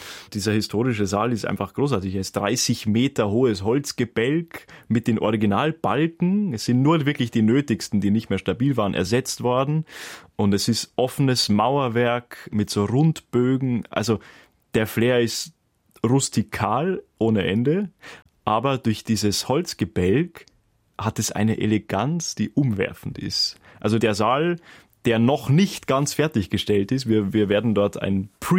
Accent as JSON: {"language": "German", "town": "Osterhofen", "region": "Bavaria", "country": "Germany", "tie": "born or raised there", "also_born_or_lived": "Deggendorf", "said": "Geboren in Deggendorf, aufgewachsen in Osterhofen."}